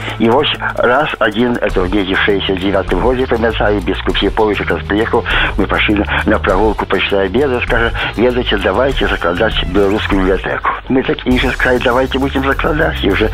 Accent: Belarus; moved away; Бо я з Білорус, молодий виїхав з Білорусі, в часі чекутки після війни

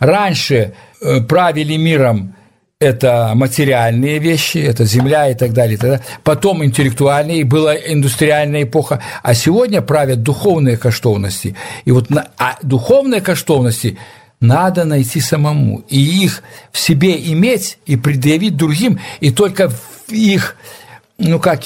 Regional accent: Belarus; Я доведался то, что я белорус первый раз

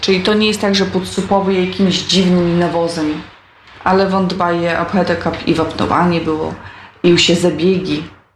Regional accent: Nowa Wola, Podlaskie Voivodeship, Poland; A ja sama pochodzę z takiej bardzo malutkiej miejscowości, Nowa Wola, to jest gmina Michałowo. Bardzo fajne miejsce, bardzo хорошее miejsce. Ja tam żyła u chaci z moim rodzeństwem, z rodzicami, z dziadkami

